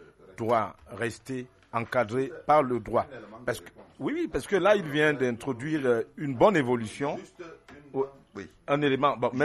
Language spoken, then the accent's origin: French; West, Cameroon; chez nous, à l'Ouest